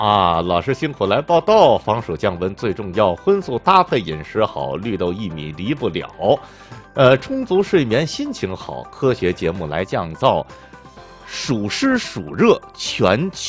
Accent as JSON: {"language": "Chinese", "region": "Tianjin", "country": "China", "said": "作为一个天津人哈"}